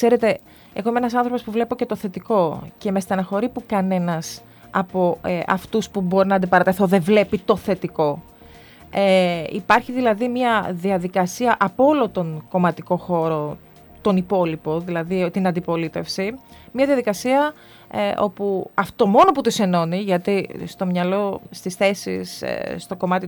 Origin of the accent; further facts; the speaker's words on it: Eastern Macedonia and Thrace, Greece; επειδή εγώ είμαι και από το Βορρά, εγώ είμαι από τον Εύρο, ας το πούμε.